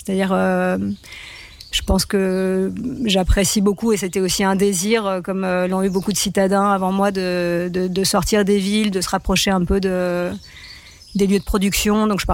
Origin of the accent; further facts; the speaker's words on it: Paris, Île-de-France, France; Quand moi, je venais quand même de Paris